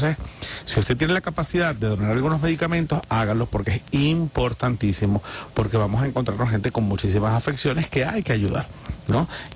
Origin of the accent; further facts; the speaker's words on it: Venezuela; Y cuando digo nosotros es porque somos todos, venezolanos, venezolanas, los caraqueños, los guayeños, los maracuchos, los aragüeños